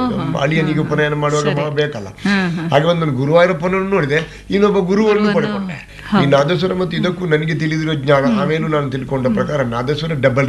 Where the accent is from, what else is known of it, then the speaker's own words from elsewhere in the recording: Karnataka, India; ಮೂಲತಃ ನಾನು ಬಾಣೆ ಮಂಗಳೂರಿನ ಹತ್ತಿರ ಬಂಟ್ವಾಳ ತಾಲೂಕಿನಲ್ಲಿ ಸಜಿಪಾಂತ ಗ್ರಾಮ, ಮರೇಕು ಗ್ರಾಮ. ಅಲ್ಲಿ ಯಾವುದೇ ಸೌಕರ್ಯಗಳಿಲ್ಲ, ನಡ್ಕೊಂಡು ಹೋಗ್ಬೇಕು. ಪೇಟೆಯಿಂದ 5-6 ಕಿಲೋಮೀಟರ್ ನಡ್ಕೊಂಡು ಹೋಗಿತ್ತು.